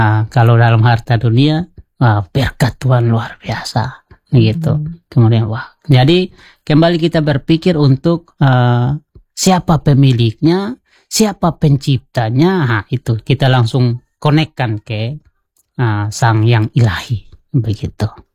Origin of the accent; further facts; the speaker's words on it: Kupang, East Nusa Tenggara, Indonesia; ya kita orang Kupang bilang istilah apa ya, daun muda, orang biasa, cuci mata.